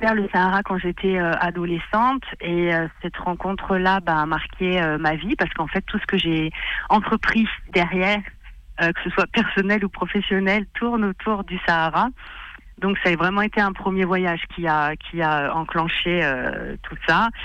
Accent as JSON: {"language": "French", "town": "Saint-Maximin", "region": "Auvergne-Rhône-Alpes", "country": "France", "tie": "born or raised there", "said": "moi je suis née à Saint-Maximin, donc j'ai le Fort Barreau juste en face de chez moi. Depuis que je suis petite"}